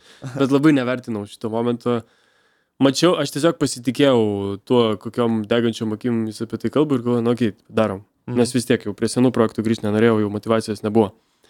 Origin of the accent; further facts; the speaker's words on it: Visaginas, Utena County, Lithuania; Taip, aš iš Visagino ir aš esu dvikalbis, aš neturiu pagrindinės kalbos. Aš moku šnekėti rusiškai.